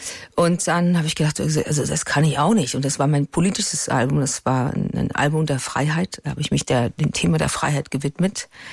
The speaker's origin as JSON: {"language": "German", "region": "Berlin", "country": "Germany", "tie": "born there", "said": "ich bin in Berlin geboren"}